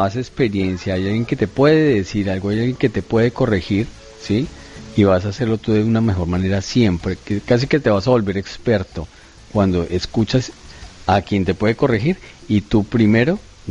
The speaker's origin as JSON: {"language": "Spanish", "country": "Colombia", "said": "Yo tuve la oportunidad de prestar el servicio militar en Colombia, ajá, en mi país."}